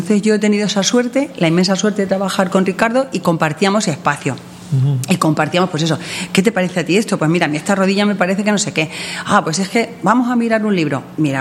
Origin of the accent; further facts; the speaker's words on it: Villarrubia, Spain; born there; also born or lived in Madrid; voy a vivir en mi pueblo